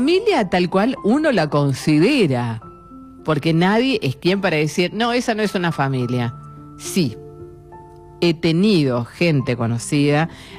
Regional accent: Argentina; somos argentinos, somos argentinos.

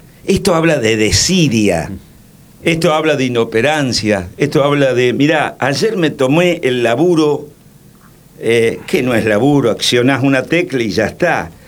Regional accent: Santa Fe, Argentina; como santafesinos de esta ciudad, de Santa Fe Capital

